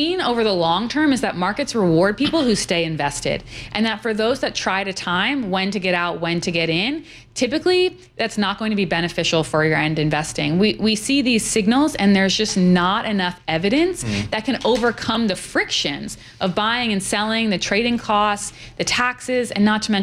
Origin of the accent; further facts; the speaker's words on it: New Jersey, United States; moved away as an adult; now in Austin, United States; I'm from New Jersey, so I'm a local, but I've been in Austin for over a decade.